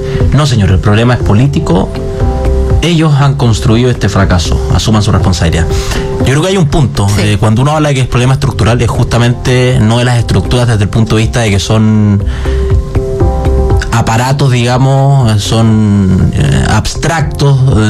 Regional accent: Araucanía, Chile; yo soy de la Araucanía

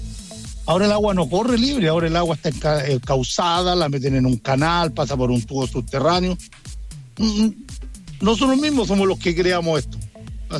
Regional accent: Santiago, Santiago Metropolitan Region, Chile; Yo me crié en Santiago desde los 4 años. Santiago estaba lleno de canales.

